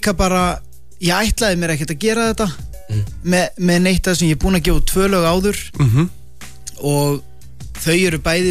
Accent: Raufarhöfn, Northeastern Region, Iceland; Já, ég er frá Raufarhöfn.

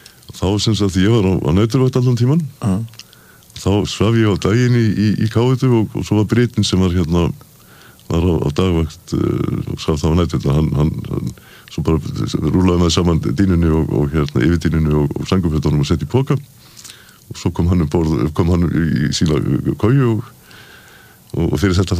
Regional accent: Svalvogar, Westfjords, Iceland; þegar ég er aðlast upp á Svalvávita tíma sem ég var þar og þá var okkur kent heima okkur bræðurum

